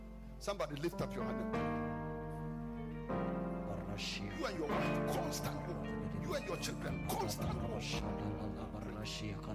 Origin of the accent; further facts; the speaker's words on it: Upper East, Ghana; We are an evicted regional. Nobody likes us or respects us in this Ghana. When you say, I come from Upper East region, or I'm going to Upper East region, they say, hey!